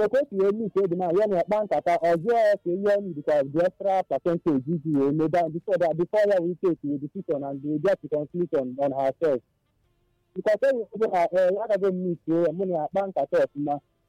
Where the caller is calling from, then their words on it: India; I'm calling from India.